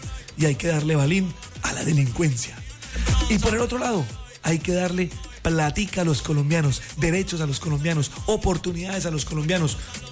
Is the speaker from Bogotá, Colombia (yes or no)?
no; Santander, Colombia; Que como es santandereano, entonces habla un poquito golpeado, que ese pelado le van a mamar gallo.